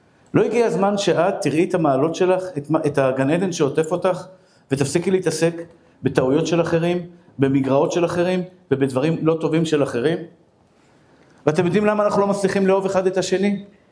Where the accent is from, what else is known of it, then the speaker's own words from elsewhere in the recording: Bnei Brak, Tel Aviv District, Israel; אני דוס מבני ברק, אני חרדי. אני לפחות נראה כמו חרדי. אני לא חרדי, אני יהודי דתי, שומר תורה מצוות, אני לא חרדי.